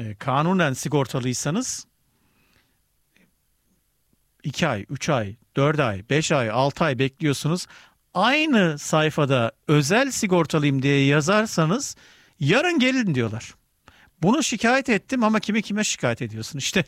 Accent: Germany; ben burada büyüdüm, burada yetiştim. Böyle bir dönemi hiç görmedim.

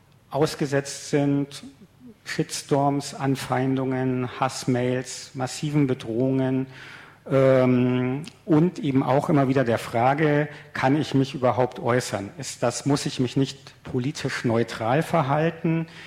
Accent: Münster, North Rhine-Westphalia, Germany; Also ich komme ja aus Münster und Münster rühmt sich ja oder ist auch immer wieder in den Medien mit dem Hinweis

